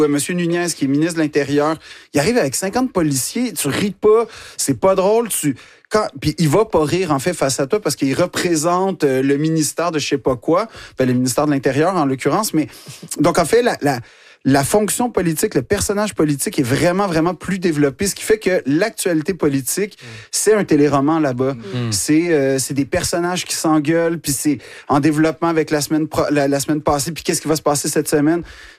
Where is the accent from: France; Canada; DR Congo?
Canada; Quebec; J'essaie de si ils me regardent de haut du fait que je suis Québécois